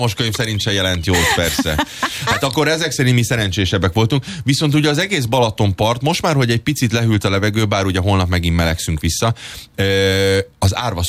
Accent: Budapest, Hungary; Hát én egy pesti gyerek vagyok

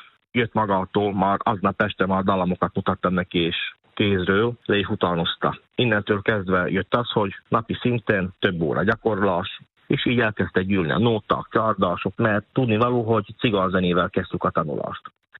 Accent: Gemer, Slovakia; Gömörben, félvidéken, zenész családból származom.

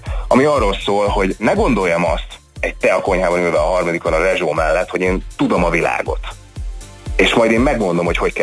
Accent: Debrecen, Hajdú-Bihar, Hungary; moved away as an adult; also born or lived in Szeged; Debrecenben nőttem föl

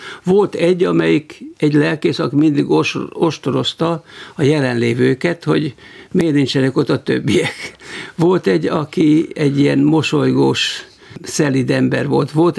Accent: Nyíregyháza, Szabolcs-Szatmár-Bereg, Hungary; also born or lived in Kondoros; Én Kondroson születtem még, két nővéremmel együtt. Öcsém, aki 10 éve fiatalabb, az már Nyíregyházán született. 2 éves koromban, tehát 40-ben áthelyeztek ték édesapámat Nyíregyházán

